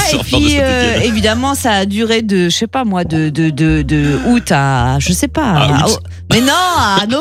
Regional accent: Strasbourg, Grand Est, France; moi je venais de Strasbourg

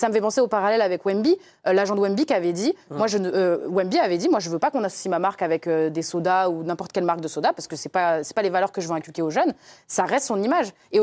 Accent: Côte d’Ivoire

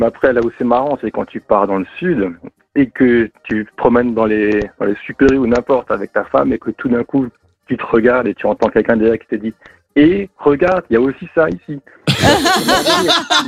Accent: Grand Est, France; accent: Alsatian; Ah, moi, il y a quelque chose que j'adore en Alsace, c'est notre accent.

